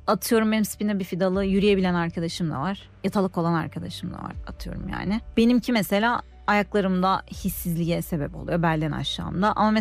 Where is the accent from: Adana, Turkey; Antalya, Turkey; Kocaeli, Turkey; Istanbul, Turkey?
Istanbul, Turkey; born there; 1990 yılında İstanbul'da doğdum.